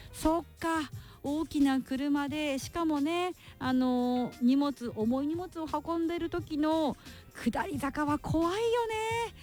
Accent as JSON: {"language": "Japanese", "region": "Fukushima", "country": "Japan", "tie": "born or raised there", "said": "うちの実家の方はですね、まあ、いわきよりもさらに2時間ぐらい北上した宮城県の県境なので、"}